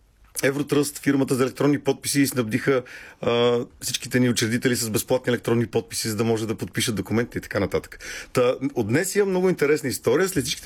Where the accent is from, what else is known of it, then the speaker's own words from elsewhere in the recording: Dupnitsa, Kyustendil Province, Bulgaria; аз понеже съм от Дупница, на едно място в Дупница, което направихме едно време